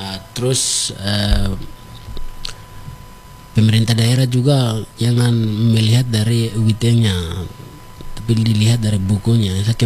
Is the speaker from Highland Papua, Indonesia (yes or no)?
yes; Highland Papua, Indonesia